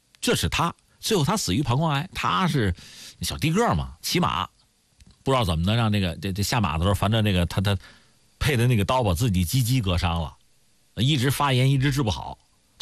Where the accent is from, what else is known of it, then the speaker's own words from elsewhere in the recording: China; 从我们中国人这个视角讲